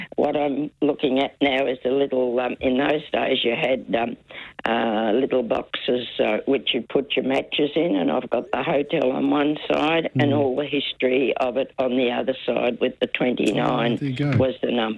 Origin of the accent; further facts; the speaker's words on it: Berrigan, New South Wales, Australia; also born or lived in Parkes; I was born in Parkes and we left there to go to a hotel in Berrigan after that.